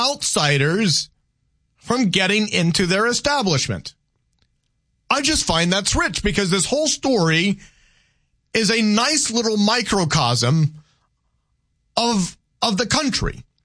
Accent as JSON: {"language": "English", "region": "Louisiana", "country": "United States", "tie": "born or raised there", "said": "Look, I grew up in Louisiana."}